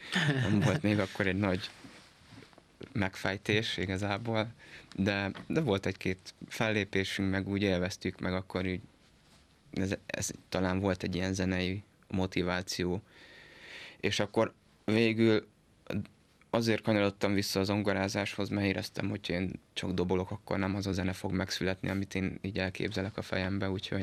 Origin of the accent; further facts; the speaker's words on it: Budapest, Hungary; Budapesti vagyok, édesanyám réflöpi származású, úgyhogy nekünk a Réflöp egy ilyen bázis.